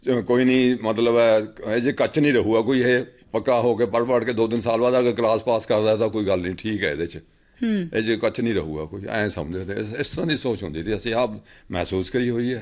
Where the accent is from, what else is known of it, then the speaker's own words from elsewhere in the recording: Malerkotla, Punjab, India; ਮੇਰਾ ਜਨਮ ਜੀ ਜਨਵਰੀ 1950 'ਚ ਮਲੇਰਕੋਟਲੇ ਹੋਇਆ ਸੀ